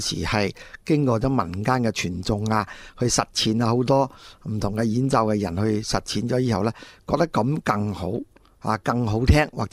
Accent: Lingnan, China; 都应该有呢种我哋岭南人嘅特性喺度。

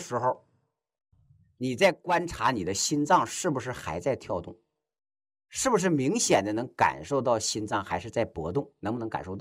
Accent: China; 你看我们中国人喜欢用个词儿叫什么，叫气绝身亡。

